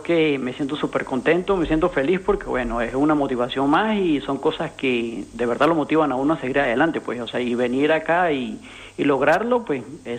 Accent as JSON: {"language": "Spanish", "country": "Venezuela", "moved": "as an adult", "lives_now": "Spain", "said": "como ya hablaba contigo. Bueno, yo soy venezolano, tengo 33 años."}